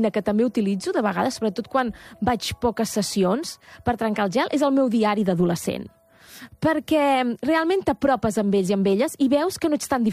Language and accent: Catalan; Terrassa, Catalonia, Spain; also born or lived in Matadepera; jo sóc terrassenca i estic a Terrassa tot el... Bueno, m'encanta Terrassa.